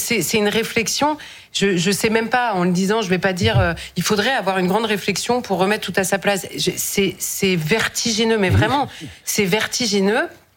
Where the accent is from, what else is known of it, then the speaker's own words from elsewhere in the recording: France; en tant que Française